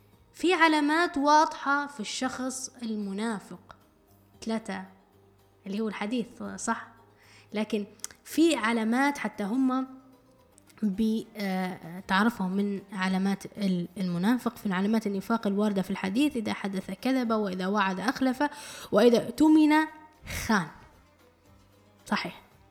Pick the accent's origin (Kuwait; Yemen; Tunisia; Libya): Libya; accent: Libyan; يعني نقول إحنا بلهجتنا الليبية